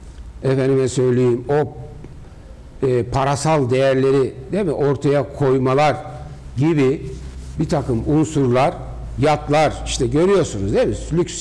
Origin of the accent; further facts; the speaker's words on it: Mersin, Turkey; Şimdi biz Mersin'deyiz. Mersinliyiz.